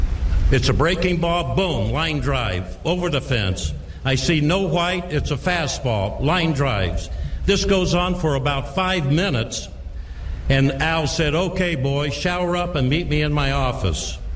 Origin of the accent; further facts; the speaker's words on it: Selma, California, United States; my hometown of Selma, California. And that place is on the map because Tom Seaver lived 10 miles up the road from me.